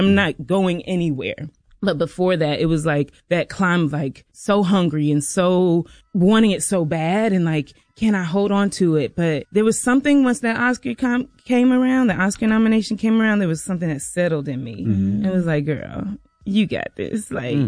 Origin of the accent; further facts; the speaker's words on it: South Carolina, United States; But no, I came from, you know, where Charlamagne is from. I'm from South Carolina, small town. Grew up in the church. You know, like low to mid class family.